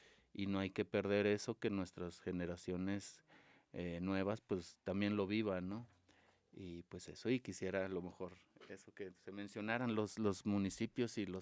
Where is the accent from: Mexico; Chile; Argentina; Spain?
Mexico; Río Grande, Zacatecas; yo siendo oriundo de acá, yo nací en Zacatecas, me crié en Río Grande en mi infancia